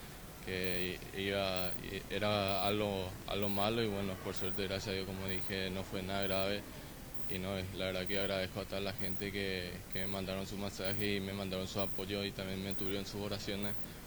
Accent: Paraguay; La verdad que muy contento de estar acá en mi país, en nuestro país

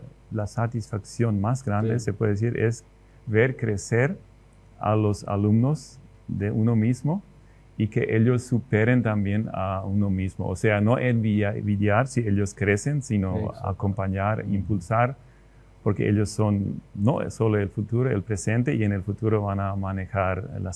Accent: Paraguay; first language Plautdietsch (Low German); Spanish is a second language; yo soy paraguayo y la albirroja la pasión.

